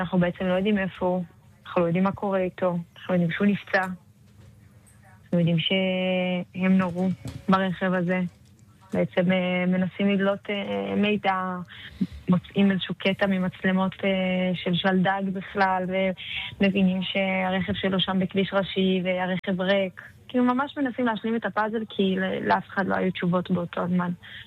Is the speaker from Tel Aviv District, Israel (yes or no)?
no; Jerusalem, Jerusalem District, Israel; moved away; also born or lived in Ashkelon; אני ירושלמית במקור, והיינו באשקלון. גרנו באשקלון את התקופה, ואני לא רגילה לטילים